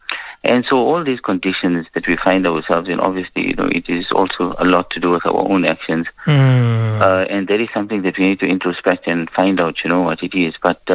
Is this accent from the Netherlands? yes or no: no; South Africa; born there; I'm born in this country. Our parents are born in this country. Our grandparents are born in this country. It's the only citizenship that we hold. I mean, we are South African.